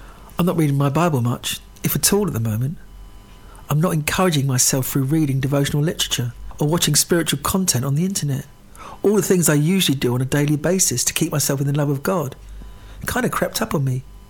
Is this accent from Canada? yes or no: no; London, United Kingdom; moved away as an adult; now in Yorkshire, United Kingdom; I mean, I'm a Londoner.